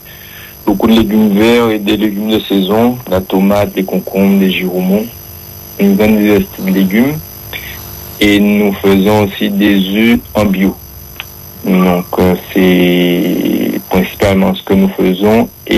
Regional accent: Les Abymes, Guadeloupe; Et moi, en fait, je suis originaire des Grands Fonds, Grand Fond des Abîmes.

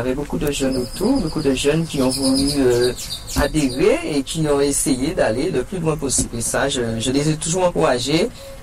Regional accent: Guadeloupe; born there

